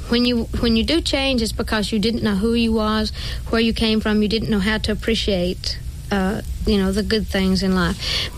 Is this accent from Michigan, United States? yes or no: no; Sevierville, Tennessee, United States; I love my people, and I know almost everybody in Sevier County, and everybody knows me. In fact, I can't do enough for the people of my hometown.